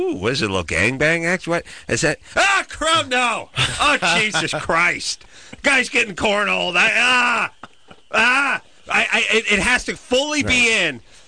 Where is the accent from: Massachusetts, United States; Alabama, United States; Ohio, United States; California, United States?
California, United States; Los Angeles; I went to North Hollywood High. I grew up in the San Fernando Valley.